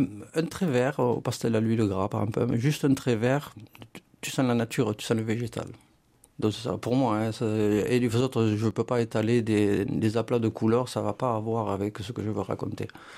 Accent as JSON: {"language": "French", "country": "Spain", "lives_now": "Aude, France", "said": "Donc, quand je suis ici, je me dis que je suis espagnol au doigt et à l'œil. Tu vois. Pour moi, l'Aude, c'est une belle région et c'est un peu mon pays, en fait, quelque part."}